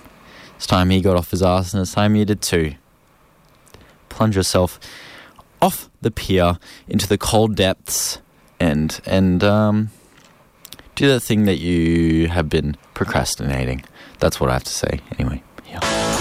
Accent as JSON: {"language": "English", "town": "Brisbane", "region": "Queensland", "country": "Australia", "said": "as Brisbaneites here in Mianjin."}